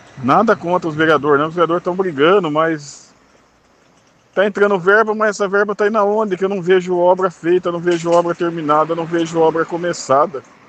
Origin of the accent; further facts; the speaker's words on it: Igaraçu do Tietê, São Paulo, Brazil; moved away; eu só tenho saudade da minha terra natal, aí, que é Igaraçu do Tietê, eu gostaria que ela crescesse, porque do tempo que eu saí daí, a cidade está a mesma coisa